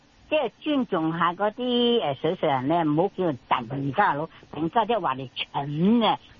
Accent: Ap Lei Chau, Southern District, Hong Kong; 我們是香港仔鴨脷洲開賣。

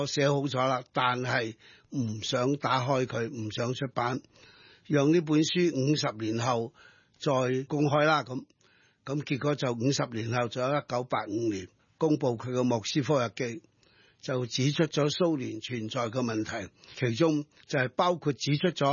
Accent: Hong Kong; 如果作为一个香港人北望神州，我们见到做对了什么呢？

